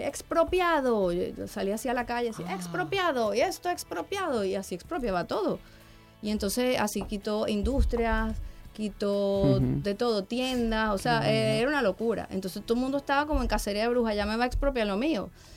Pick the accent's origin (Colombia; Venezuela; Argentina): Venezuela; moved away as an adult; now in Barcelona, Spain; yo me siento que soy venezolana